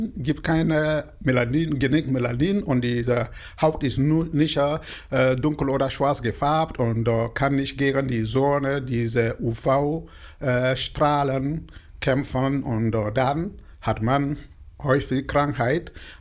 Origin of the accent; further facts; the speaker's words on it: Burkina Faso; German is a second language; moved away as an adult; now in Hildesheim, Germany; Ich komme aus Burkina Faso und ich lebe in Hildesheim seit 2012.